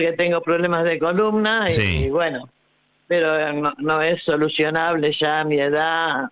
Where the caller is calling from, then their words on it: Adrogué, Buenos Aires Province, Argentina; de Adrogué.